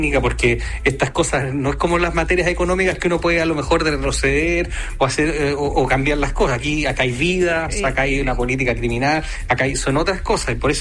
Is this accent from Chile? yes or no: yes; Chile; yo lo digo como cualquier chileno